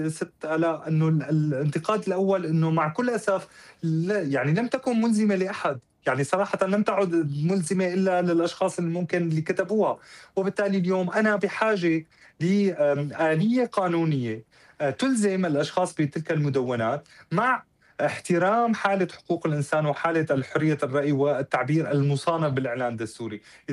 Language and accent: Arabic; Syria; نحتاج إلى قضاء يحمينا كسوريين وسوريات، وأن يكون هذا القضاء هو قضاء سوريا